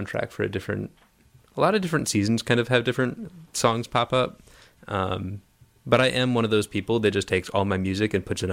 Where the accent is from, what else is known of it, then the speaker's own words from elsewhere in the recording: Buffalo, New York, United States; Yes. I'm from Buffalo, New York.